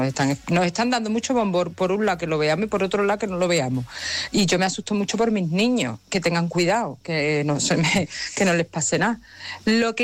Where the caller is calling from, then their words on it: Écija, Andalusia, Spain; Buenos días, Chemita, desde Écija.